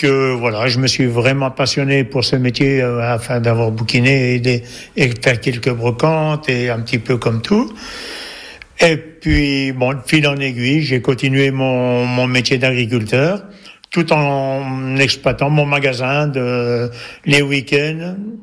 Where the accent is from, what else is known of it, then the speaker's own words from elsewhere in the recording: Couches, Bourgogne-Franche-Comté, France; Bon, je suis né à Couches, je suis resté à Couches.